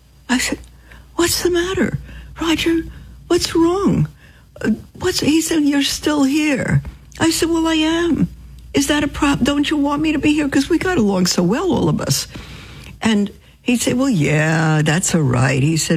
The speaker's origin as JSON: {"language": "English", "town": "New York City", "region": "New York", "country": "United States", "tie": "born or raised there", "moved": "yes", "said": "I was raised in Brooklyn."}